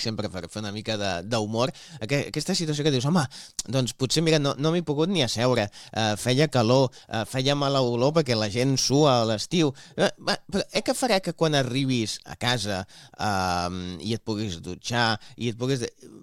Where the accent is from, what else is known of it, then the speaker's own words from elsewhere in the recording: Barcelona, Catalonia, Spain; Jo que sóc de Sants veig passar molts trens, no?